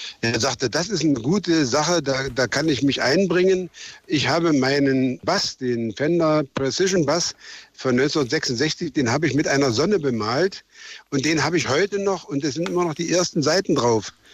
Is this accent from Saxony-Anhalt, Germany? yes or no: yes; Magdeburg, Saxony-Anhalt, Germany; wir waren ja als Magdeburger nahe dran und hatten immer super Empfang.